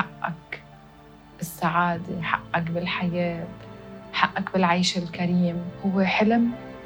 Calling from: Lebanon; أنا لبنانية أنتمي إلى لبنان فقط لا غير،

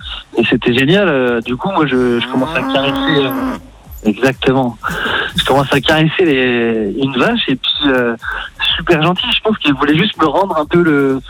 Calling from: Saint-Georges-de-Montaigu, Pays de la Loire, France; Moi je suis à Saint-Georges-de-Montaigu. Bon, on est pas loin de Clisson.

